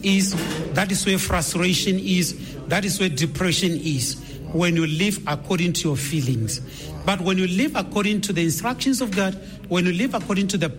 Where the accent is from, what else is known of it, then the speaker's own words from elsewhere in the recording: Nkange, Matabeleland North, Zimbabwe; I'm from Nkange. Yes.